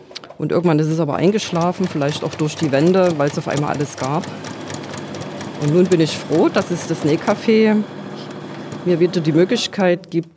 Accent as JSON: {"language": "German", "region": "East Germany", "country": "Germany", "tie": "born there", "said": "Ich bin in DDR-Zeiten aufgewachsen."}